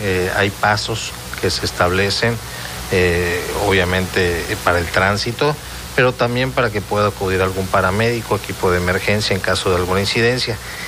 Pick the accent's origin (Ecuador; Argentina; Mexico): Mexico; como mexicanas y mexicanos queremos celebrar